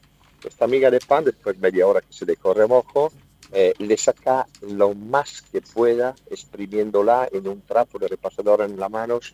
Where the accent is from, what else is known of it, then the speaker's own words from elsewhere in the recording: Cremona, Lombardy, Italy; Spanish is a second language; me voy a Bari, me voy a visitar un poco la Puglia antes de ir a mi pueblo, a Cremona, justamente.